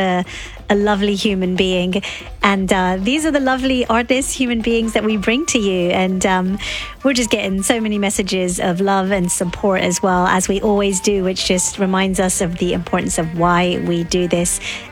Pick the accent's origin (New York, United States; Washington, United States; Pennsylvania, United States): Washington, United States; Seattle; also born or lived in New Zealand / Europe / Central America; I grew up in Seattle and have listened to your show from afar for many years while living overseas in New Zealand, Europe, and Central America.